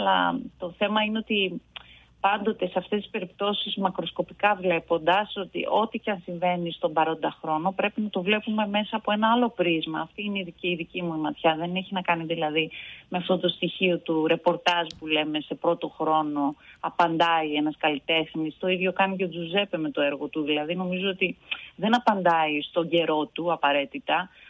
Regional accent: Veria, Central Macedonia, Greece; στον τόπο που μεγάλωσα, στη Βέρεια

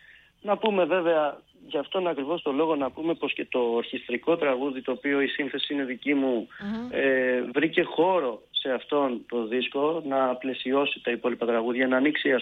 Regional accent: Crete, Greece; now in Athens, Greece; όταν ανεβαίνω Θεσσαλονίκη και μου λένε από πού είσαι, λέω Αθήνα, μένω, μα από πού είσαι, είμαι από την Κρήτη

